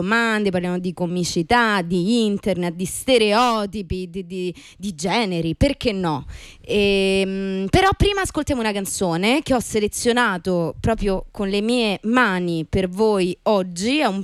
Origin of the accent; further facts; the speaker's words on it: Rome, Lazio, Italy; In dialetto, perché noi siamo de Roma